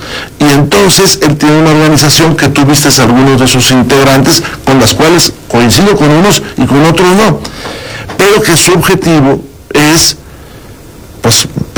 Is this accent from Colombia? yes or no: no; Saltillo, Coahuila, Mexico; moved away; Se venden allá en Saltillo, es pan de pulque también. De esa fusión entre tlaxcaltecas y españolas, que es mi pueblo querido.